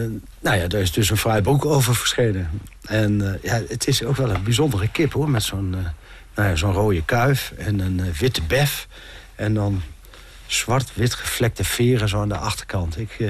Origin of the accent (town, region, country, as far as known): Groningen, Netherlands